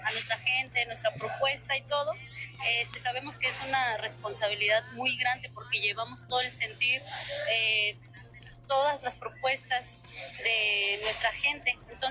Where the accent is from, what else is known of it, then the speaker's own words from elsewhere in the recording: Constancia del Rosario, Oaxaca, Mexico; provengo de la comunidad de Santa Cruz, Río Venado, Constancia del Rosario, perteneciente a la zona Triqui. Yo también soy hablante Triqui.